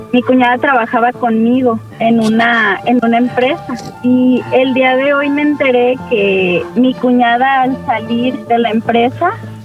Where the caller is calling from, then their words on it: Guadalajara, Jalisco, Mexico; De Guadalajara, FM.